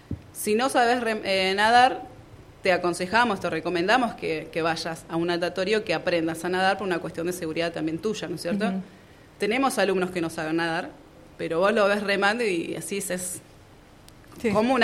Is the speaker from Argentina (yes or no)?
yes; Choele Choel, Río Negro, Argentina; Mira, yo tengo 42 años. Desde los 8 años hago esto. Ah. Yo soy nacida y criada en Chuelechuel, a la vera del río Negro.